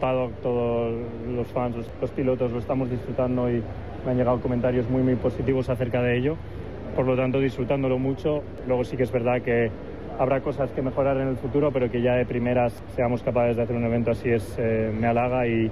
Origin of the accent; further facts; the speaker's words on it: Spain; un orgullo como español de ver que Madrid, España, es capaz de poner un evento de este calibre